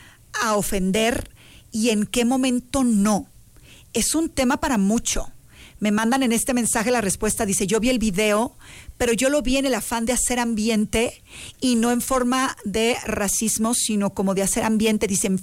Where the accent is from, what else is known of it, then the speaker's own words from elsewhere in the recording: Mexico; Si fuese al revés como mexicanos